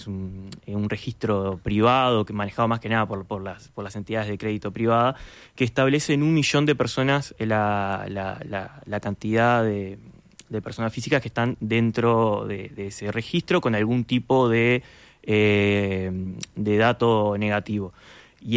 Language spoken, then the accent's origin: Spanish; Uruguay